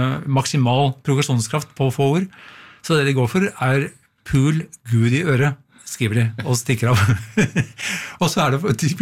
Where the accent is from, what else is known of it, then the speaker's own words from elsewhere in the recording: Lysaker, Akershus, Norway; Jeg vokste opp på Lysaker, og det var jo da Fornebu flyplass. Vi kaller det Fornebu, vi som bodde der, ikke U.